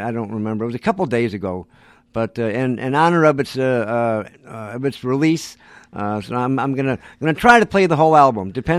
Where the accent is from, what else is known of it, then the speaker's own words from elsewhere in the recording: Chicago, Illinois, United States; Yeah, because I'm from Chicago